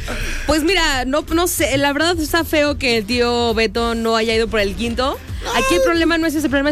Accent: Zacatecas, Mexico; moved away; este fin de semana estaré en mi tierra, Zacatecas.

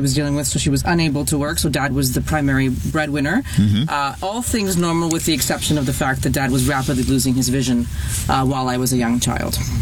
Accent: Scarborough, Ontario, Canada; I grew up in a wonderful neighborhood called Scarborough in the GTA.

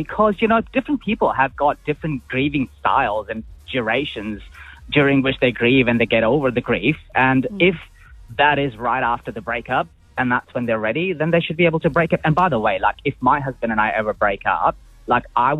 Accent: Pakistan; accent: mixed; also born or lived in Dubai / United States / South Africa / Canada; now in Australia; So I grew up in Pakistan, and have lived in Dubai, I've lived in the US, I've lived in South Africa, Canada

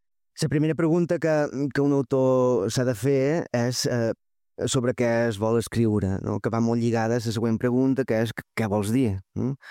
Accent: Menorca, Balearic Islands, Spain; com a autors menorquins

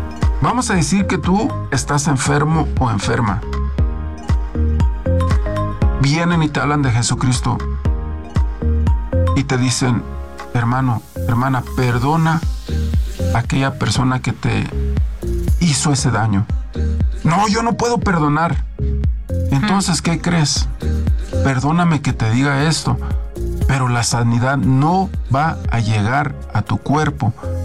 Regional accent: Guanajuato, Mexico; A mí me gusta mucho la banda porque soy de Guanajuato.

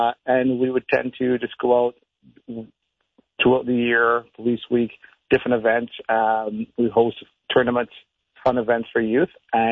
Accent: Barbados; I grew up back home in Barbados and then, you know, sort of running around in the streets.

